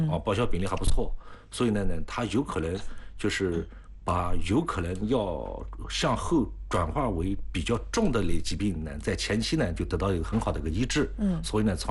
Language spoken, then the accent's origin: Chinese; China; 我们国家